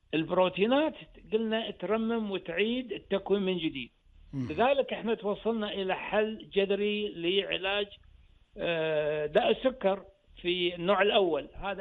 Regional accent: Kuwait; عندنا بالكويت

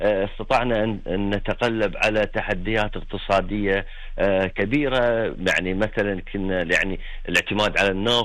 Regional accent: Kuwait; اليوم عندنا بالكويت،

